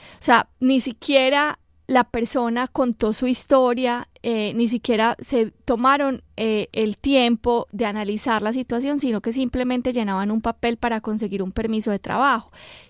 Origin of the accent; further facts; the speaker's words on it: Colombia; accent: Colombian; now in United States; yo soy colombiana, como mi acento lo dice